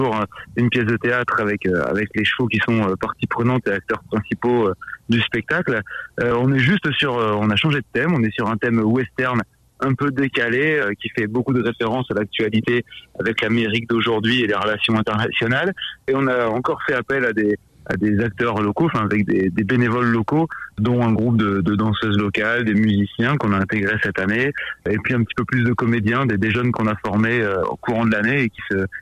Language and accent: French; Lille, Hauts-de-France, France; now in Lourdes, France; On a déménagé à Lourdes il y a 4 ans. On vient de Lille